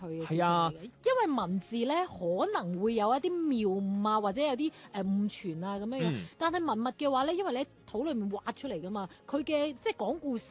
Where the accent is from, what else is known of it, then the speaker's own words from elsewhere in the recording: Guangzhou, Guangdong, China; 因为我哋作为广州人咧，成日以为自己好了解广州